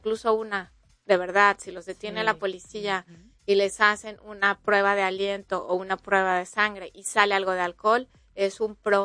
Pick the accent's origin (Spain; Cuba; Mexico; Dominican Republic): Mexico; sintámonos también muy orgullosos como mexicanos.